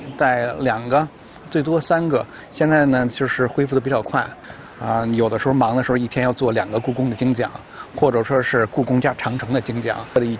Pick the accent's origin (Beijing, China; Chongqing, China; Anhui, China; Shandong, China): Beijing, China; 我就是北京人，在旅游行业里边差不多20年了